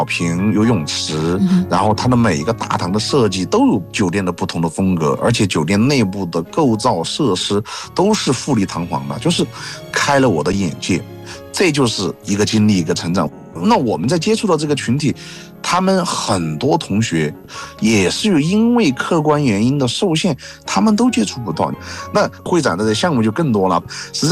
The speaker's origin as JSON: {"language": "Chinese", "region": "Sichuan", "country": "China", "moved": "as an adult", "lives_now": "Sanya, China", "said": "当时我是四川的一个小县城过来的，那他是没有太多这种富丽堂皇啊，这种高端五星级没有，完全没见过。"}